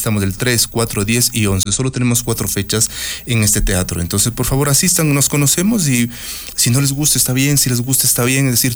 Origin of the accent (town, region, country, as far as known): Ecuador